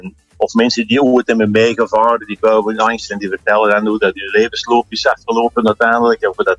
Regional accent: Antwerp, Flanders, Belgium; Ik ben zelf van Antwerpen, op zijn Antwerpse zeggen.

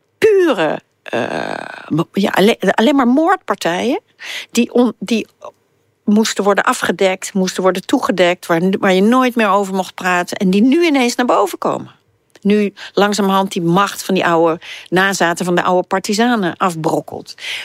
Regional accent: Netherlands; Ik ben in Nederland opgegroeid.

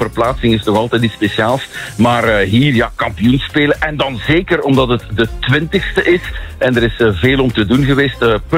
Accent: Flanders, Belgium; En als Vlaming kan je dat niet altijd goed inschatten

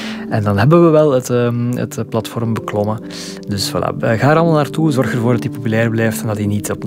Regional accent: Scherpenheuvel-Zichem, Flemish Brabant, Belgium; Ik ben zelf opgegroeid in Scherpenheuvel-Zichem. En ik ben van Scherpenheuvel en Zichem, dat waren de concurrenten.

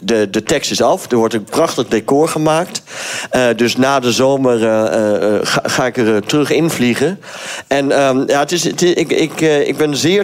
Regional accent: Netherlands; moved away as an adult; now in Belgium; Ik ben opgegroeid in Nederland calvinistisch.

